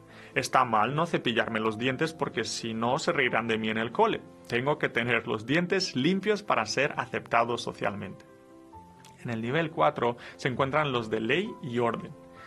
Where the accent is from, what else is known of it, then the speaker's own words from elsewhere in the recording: Romania; first language Romanian; Spanish is a second language; now in Spain; yo no soy español, soy de Rumanía, entonces a veces me cuesta y tengo que traducir las cosas del castellano al rumano